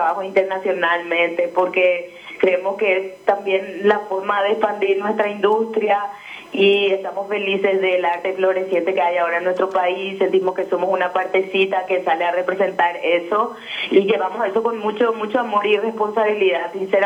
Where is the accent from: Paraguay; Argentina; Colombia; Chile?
Paraguay